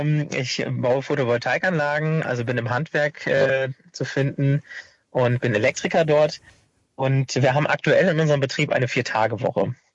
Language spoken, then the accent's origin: German; Bad Laer, Lower Saxony, Germany